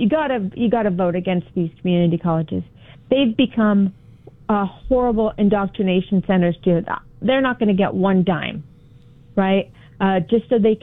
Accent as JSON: {"language": "English", "town": "San Diego", "region": "California", "country": "United States", "tie": "born or raised there", "said": "growing up in San Diego."}